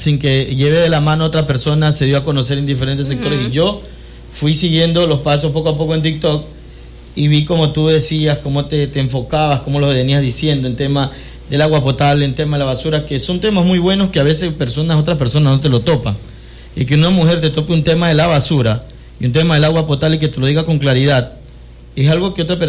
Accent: Quevedo, Los Ríos, Ecuador; Somos de Quevedo, nosotros todos nos conocemos.

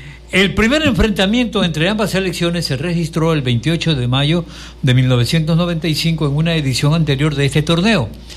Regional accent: Ecuador; now in Quevedo, Ecuador; así somos los ecuatorianos

